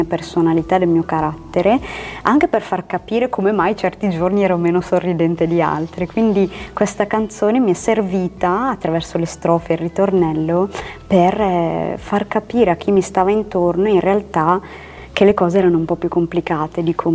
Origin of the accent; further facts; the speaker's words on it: Ethiopia; tornare in Etiopia è stato bello perché comunque ho ritrovato la mia terra e nelle persone, nell'ambiente, nella natura, perché io poi avevo tanti ricordi anche proprio del mondo che mi circondava